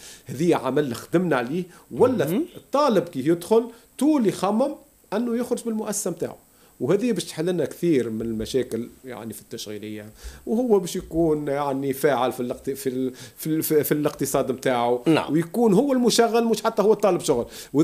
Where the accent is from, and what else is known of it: Tunisia